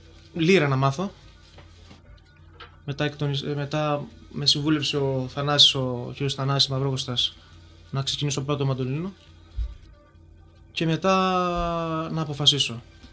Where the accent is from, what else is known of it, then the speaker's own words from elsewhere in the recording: Heraklion, Crete, Greece; Μεγαλωμένος από το Ηράκλειο, η καταγωγή μου είναι από τον Αχιντριά.